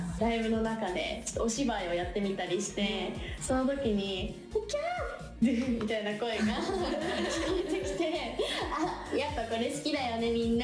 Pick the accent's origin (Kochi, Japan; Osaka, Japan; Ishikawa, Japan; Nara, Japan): Osaka, Japan; 大阪地元